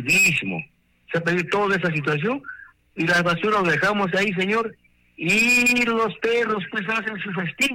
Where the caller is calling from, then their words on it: Peru; soy vecino de Santa Rosa